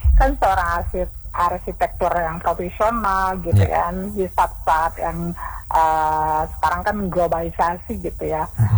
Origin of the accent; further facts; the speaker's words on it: Aceh, Indonesia; bagaimana maunya kita orang Aceh ini maunya orang Aceh dipenuhin sama inspektornya